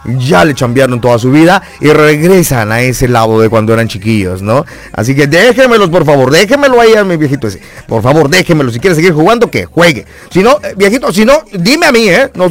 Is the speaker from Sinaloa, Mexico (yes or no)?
no; Chiapas, Mexico; a lo mejor no hablo como chiapaneco en sí, en realidad, pero yo no soy mexiquense, pues, o sea, la mexiquense es mi esposa